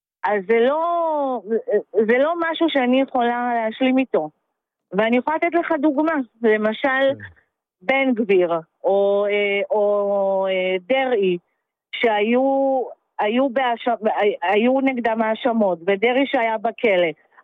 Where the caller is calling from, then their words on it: Petah Tikva, Central District, Israel; מפתח תקווה.